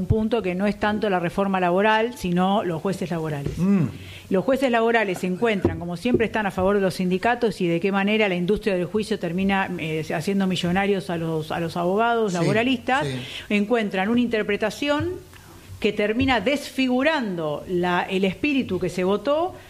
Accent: Argentina; Parece, yo parezco, que soy argentina, pero vengo de descendencia del Piamonte, mi familia viene de Rondizone

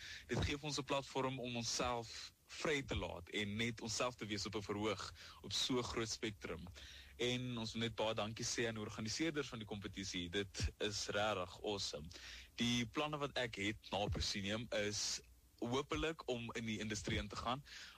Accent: Gauteng, South Africa; ek is 17 jaar oud en ek kom hierop van Gauteng af in die Wesrand, van Hoërskool Riebeekrand af.

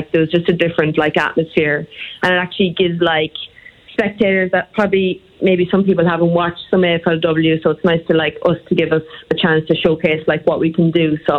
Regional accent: Ireland; We're all Irish, so.

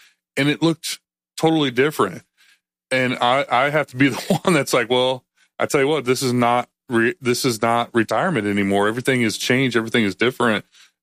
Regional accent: Iowa, United States; I grew up in Northwest Iowa. I grew up on a farm.

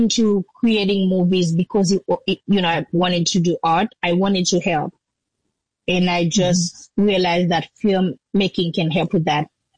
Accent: Jacmel, Sud-Est, Haiti; leading to Jacmel, my hometown, was closed through Maltisa, which is like, you know, a very big region in Port-au-Prince.

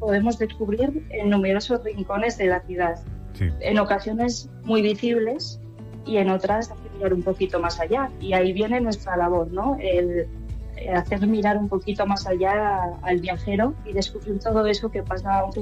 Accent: Teruel, Aragon, Spain

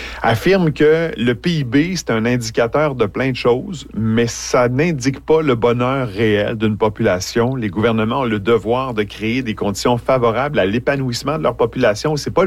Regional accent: Quebec, Canada; Qu'est-ce qu'on pourrait faire de plus chez nous, au Québec, au Canada

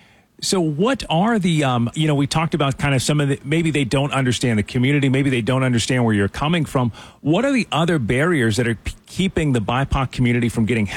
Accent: South Carolina, United States; I grew up in South Carolina, so I'm used to like sunshine and warm weather.

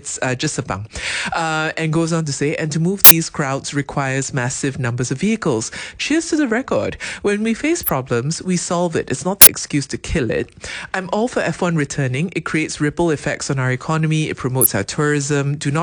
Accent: Malaysia; As a Malaysian, I would love to see it back home.

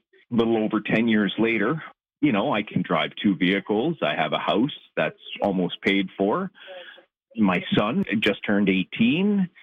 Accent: Elliott Lake, Ontario, Canada; now in Toronto, Canada; I made the decision to move back from Toronto to my hometown in Elliott Lake to buy a house.

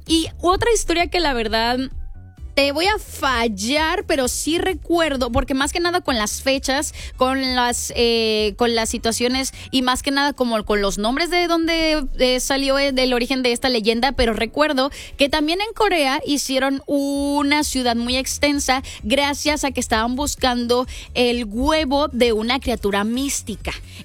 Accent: Mexico; porque nos representa como mexicanos

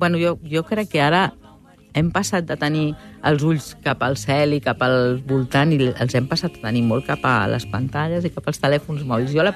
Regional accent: Barcelona, Catalonia, Spain; A casa meva venim de la Barceloneta i jo vinc de família de tradició navegant

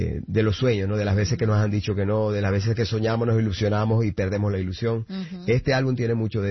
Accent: Maracaibo, Zulia, Venezuela; born there; Sí, voy a ir a mi tierra natal, Maracaibo, vamos a Caracas, Valencia, después de tanto tiempo

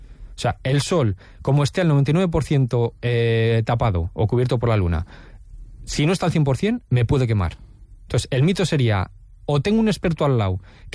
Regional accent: Paredes de Nava, Castile and León, Spain; en mi pueblo, en Paredes

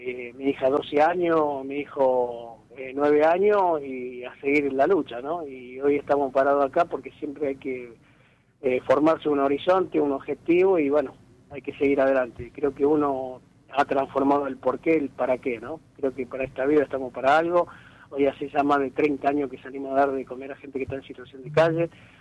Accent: Argentina; uno sufre como argentino

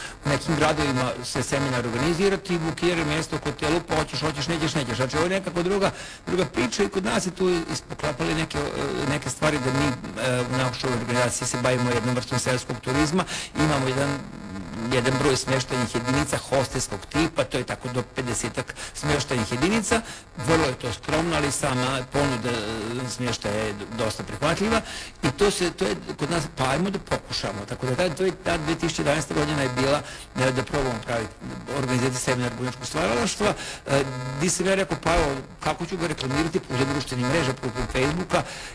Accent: Vojvodina, Serbia; ja sam iz Vojvodine, Sarota Vanko kod Subotice

